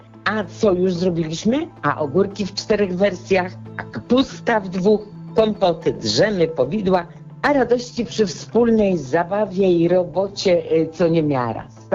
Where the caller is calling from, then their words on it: Przysiecz, Opole Voivodeship, Poland; A u nas w Przysieczy